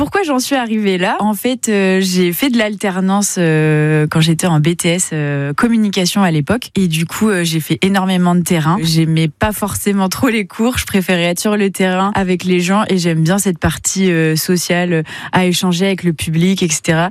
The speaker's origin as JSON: {"language": "French", "town": "Le Mans", "region": "Pays de la Loire", "country": "France", "tie": "born or raised there", "said": "j'ai 32 ans et je suis née au Mans. J'habite le Mans depuis toujours."}